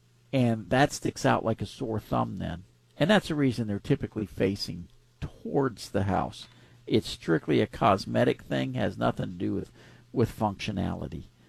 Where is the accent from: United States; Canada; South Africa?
United States; Pasadena, Texas; I grew up in Pasadena, and so I've been part of the rodeo for quite a few years already.